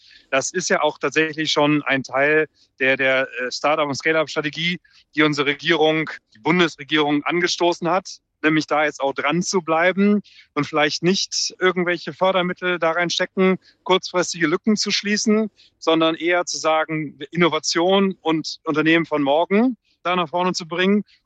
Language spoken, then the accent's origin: German; Cologne, North Rhine-Westphalia, Germany; Und ich bin selber Kölner.